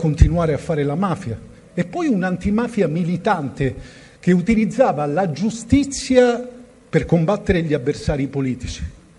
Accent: Palermo, Sicily, Italy; lo dico da palermitano

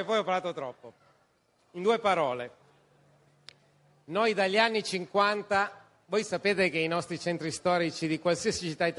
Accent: Turin, Piedmont, Italy; Casermoni, interi quartieri, io vi porto l'esempio di Torino, io sono di Torino, interi quartieri senza un negozio, senza un'attività, solo dormitori per, nel caso di Torino, la Fiat.

